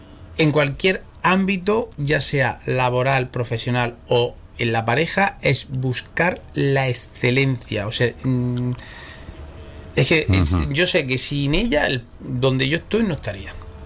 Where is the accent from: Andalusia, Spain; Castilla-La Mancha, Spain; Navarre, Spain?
Andalusia, Spain; con nuestra bandera de Almería, evidentemente, la bandera de España, porque somos españoles, no tiene más.